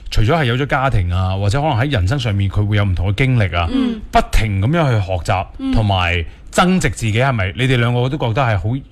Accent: Guangdong, China; first language Cantonese; 尤其我哋广东人啦，同埋我哋讲开粤语长大噶嘛

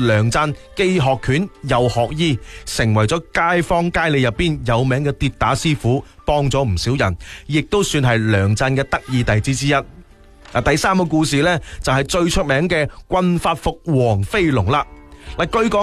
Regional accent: Foshan, Guangdong, China; 我们佛山人

